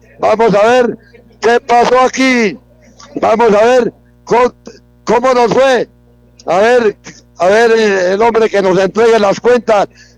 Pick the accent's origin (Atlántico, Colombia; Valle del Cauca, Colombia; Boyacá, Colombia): Boyacá, Colombia; Samacá; Yo soy de Samacá y soy de la emisora